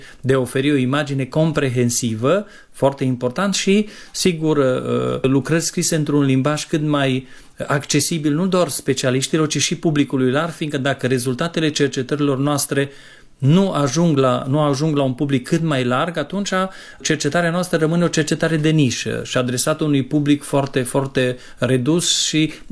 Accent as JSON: {"language": "Romanian", "region": "Transylvania", "country": "Romania", "said": "rădăcinile mele sunt acolo … iată, cele două familii din care eu provin, de fapt sunt familiile întemeitoare ale satului meu."}